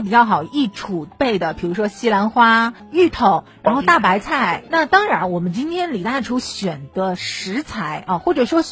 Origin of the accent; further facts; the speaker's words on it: Shanghai, China; 阿拉上海人讲叫菜泡饭